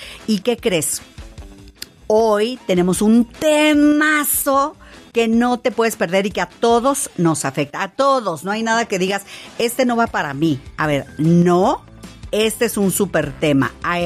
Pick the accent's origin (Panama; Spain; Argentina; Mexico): Mexico; Como buenos latinos, como buenos mexicanos.